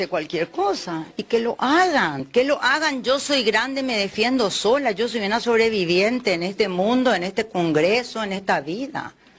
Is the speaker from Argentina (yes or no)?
no; Paraguay; Paraguay somos la garra guaraní.